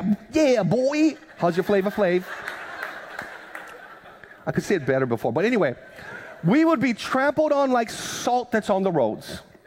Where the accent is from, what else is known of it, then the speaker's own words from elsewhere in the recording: Hawaii, United States; But back when I was growing up on the Big Island, my Filipino grandmother would go to the ice box